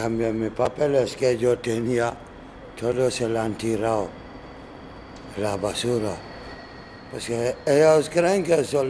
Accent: Conakry, Guinea; Spanish is a second language; moved away; Soy de Guinea

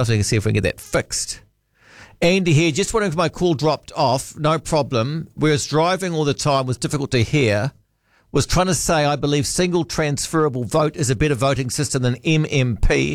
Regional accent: New Zealand; I have lived and travelled overseas for 14 years as a New Zealander. My country and culture have been always respected and acknowledged wherever I travelled.

